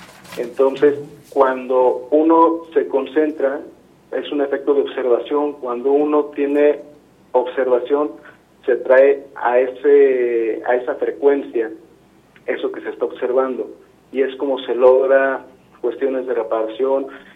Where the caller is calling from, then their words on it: Fresnillo, Zacatecas, Mexico; De aquí, de Fresnillo, Zacatecas